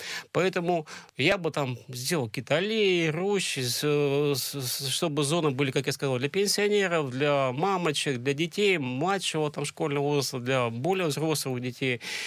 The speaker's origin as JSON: {"language": "Russian", "region": "Sverdlovsk Oblast", "country": "Russia", "tie": "born or raised there", "said": "Вообще, птицефабрика – это моя малая родина. Там я жил много лет в бараке с печным отоплением, с уличным туалетом на несколько бараков."}